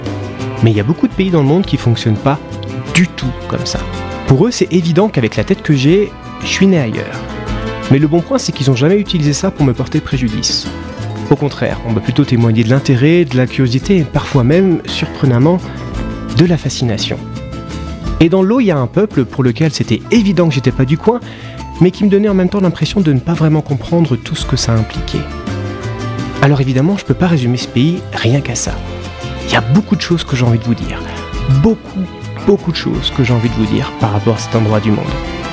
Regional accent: France; J'ai grandi en France, comme beaucoup de personnes qui écoutent ce podcast.

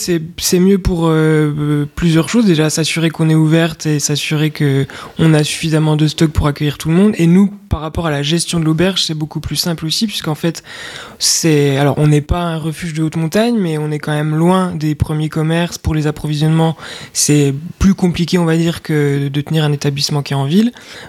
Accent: Besançon, Bourgogne-Franche-Comté, France; nous on est originaire de Franche-Comté, on vient de Besançon, et on est tombé amoureuse de ce coin

